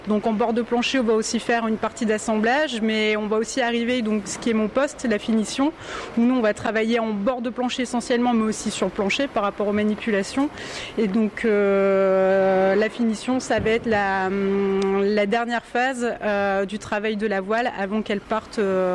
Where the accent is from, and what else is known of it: Hauts-de-France, France